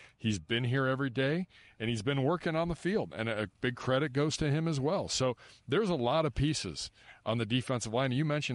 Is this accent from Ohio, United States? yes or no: yes; Cleveland, Ohio, United States; I love to bowl, man. I'm from Cleveland. How do you not bowl?